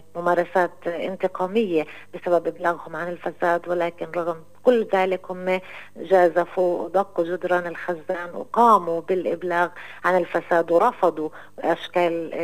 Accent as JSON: {"language": "Arabic", "country": "Palestine", "said": "احنا كشعب فلسطيني"}